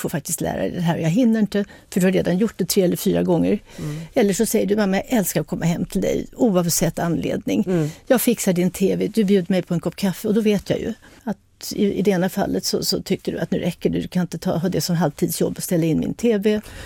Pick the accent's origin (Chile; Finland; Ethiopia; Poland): Ethiopia; Addis Ababa; Åtminstone under den tid som jag växte upp, vi bodde i Addis Abeba.